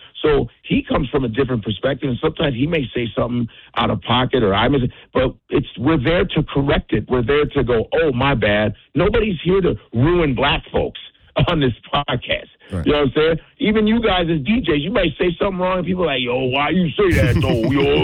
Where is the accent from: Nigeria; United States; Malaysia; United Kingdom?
Nigeria; I'm speaking up for us, regardless of whether you hate me that I'm Nigerian.